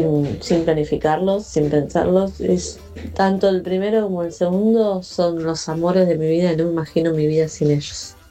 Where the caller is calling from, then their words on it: Santos Lugares, Buenos Aires Province, Argentina; Hola Radio Latina, te habla … de Santos Lugares.